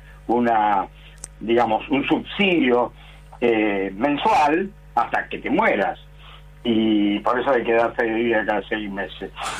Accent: Buenos Aires, Argentina; born there; Y yo nací en La Boca, así que conozco el barrio bien.

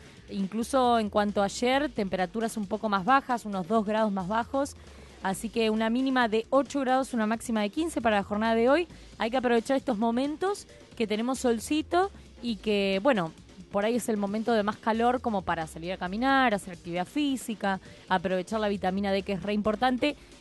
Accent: Argentina

